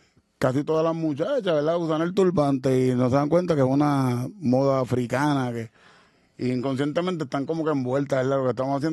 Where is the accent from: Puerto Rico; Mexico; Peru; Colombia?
Puerto Rico; nuestra cultura puertorriqueña.